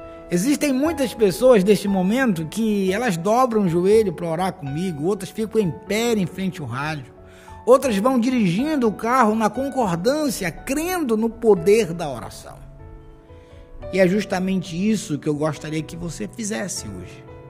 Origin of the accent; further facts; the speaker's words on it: Pará, Brazil; moved away; Lá na minha terra chama toró, né? Lá no Pará.